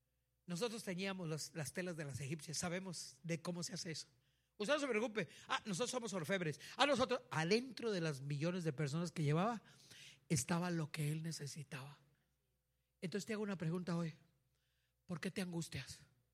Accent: Río Bravo, Tamaulipas, Mexico; born there; No, pero para mí no, porque yo nací en Río Bravo.

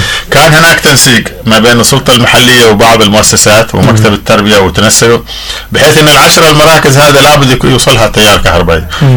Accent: Hadhramaut, Yemen; نحن عندنا في حضرموت

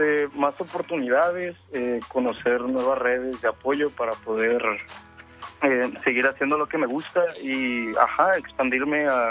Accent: Ciudad del Carmen, Campeche, Mexico; now in Mérida, Mexico; Soy de Ciudad del Carmen, viví ahí 18 años de mi vida, estuve un buen rato ahí, ahorita estoy en Mérida

